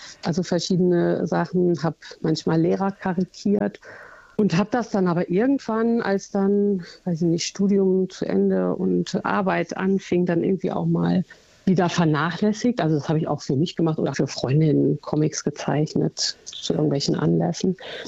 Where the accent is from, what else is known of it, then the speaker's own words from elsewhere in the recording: Eifel, Germany; Ja, also ich komme nun mal aus der Eifel. Das lässt sich auch nicht leugnen. Das hört man vielleicht auch manchmal, wenn ich ein bisschen schneller spreche hier an meinem Dialekt.